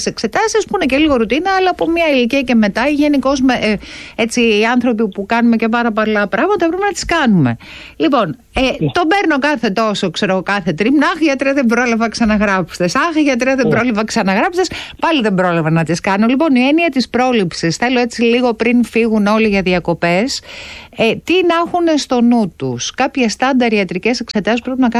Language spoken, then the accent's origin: Greek; Serres, Central Macedonia, Greece; σχεδόν συντοπίτη, γιατί εγώ είμαι από τα Σέρα